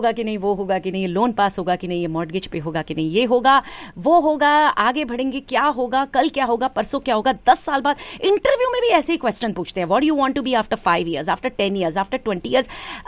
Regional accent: Delhi, India; accent: Punjabi; कई बार मेरा पंजाबी एक्सेंट आ जाता है, एस्ट्रोनॉट क्योंकि दिल्ली के हैं, वही पंजाबी तो हमारे खून में है, दिल्ली के लोग, पंजाब, मतलब हमारा पंजाबी कल्चर बहुत होता है दिल्ली में।

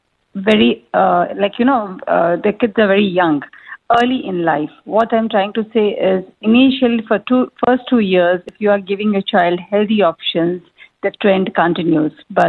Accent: India; English is a second language; now in UAE

